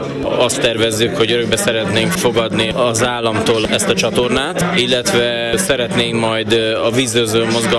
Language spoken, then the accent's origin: Hungarian; Great Hungarian Plain, Hungary; már nem csak az Alföldet, ahonnan mi jöttünk